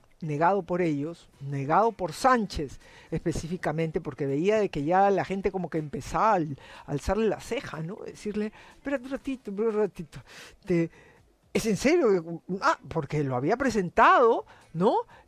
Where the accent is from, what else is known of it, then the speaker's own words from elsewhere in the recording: Peru; porque soy patriota, porque soy peruano, porque soy de las entrañas del Perú.